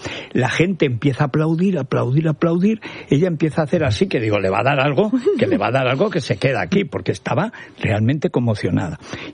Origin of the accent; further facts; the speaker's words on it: Aragon, Spain; Y yo, que eso, no soy nada noruego, porque en Teruel somos pocos noruegos.